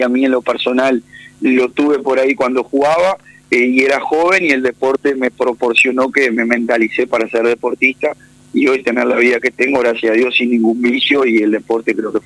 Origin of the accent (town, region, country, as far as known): Río Branco, Cerro Largo, Uruguay